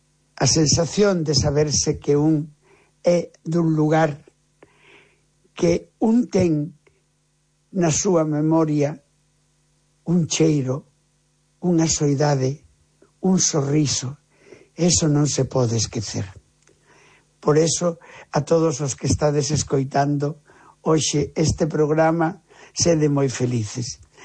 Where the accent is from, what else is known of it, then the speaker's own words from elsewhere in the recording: Galicia, Spain; Pois sí, en moi poucas. Son galego e xa está.